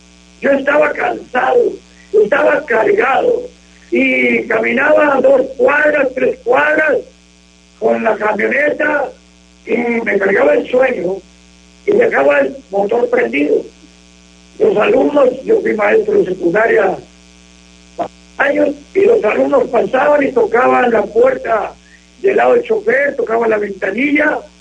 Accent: Río Bravo, Mexico; moved away; vivimos en Allende, yo soy del pueblo de Río Bravo, vivimos en Allende hace muchos años

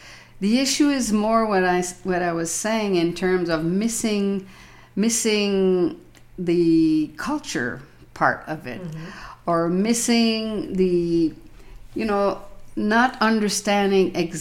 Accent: Montreal, Quebec, Canada; English is a second language; moved away as an adult; now in Amherst Island, Canada; Growing up in Montreal, I learned a lot of English songs phonetically.

